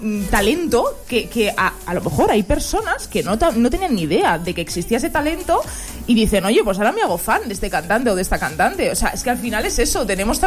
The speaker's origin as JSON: {"language": "Spanish", "town": "Sant Adrià de Besòs", "region": "Catalonia", "country": "Spain", "said": "yo soy de San Adrián del Besós."}